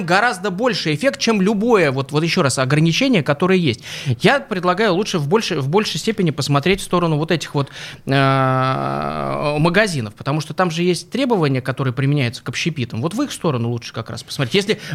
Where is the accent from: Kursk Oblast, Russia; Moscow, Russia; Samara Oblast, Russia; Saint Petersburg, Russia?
Saint Petersburg, Russia; Как и каждый петербуржец.